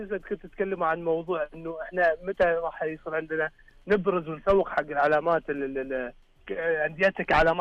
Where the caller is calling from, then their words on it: Al-Ahsa, Eastern Province, Saudi Arabia; انا حساوي